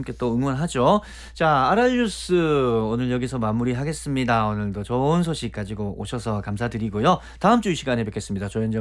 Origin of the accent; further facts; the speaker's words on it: South Korea; 나 한국 사람인데